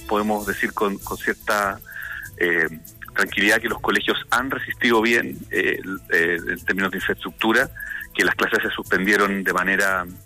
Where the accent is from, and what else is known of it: Santiago, Santiago Metropolitan Region, Chile